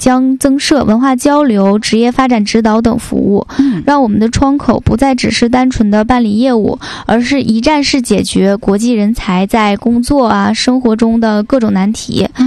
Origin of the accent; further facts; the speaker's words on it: Jilin, China; 我们吉林人非常的热情友善呢。